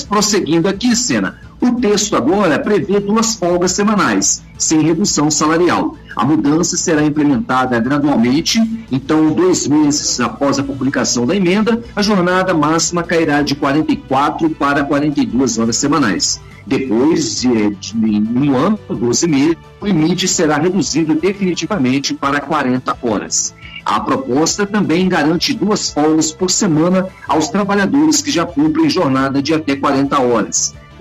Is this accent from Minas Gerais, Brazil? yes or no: yes; Minas Gerais, Brazil; born or raised there; also born or lived in São Paulo